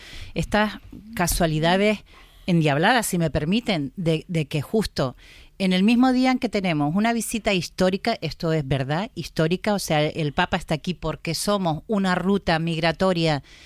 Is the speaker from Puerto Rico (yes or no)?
no; Canary Islands, Spain